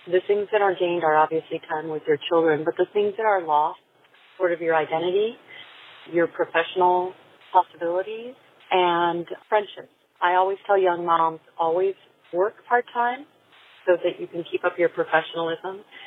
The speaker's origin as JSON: {"language": "English", "town": "Washington", "region": "District of Columbia", "country": "United States", "said": "I'm from Washington, D.C."}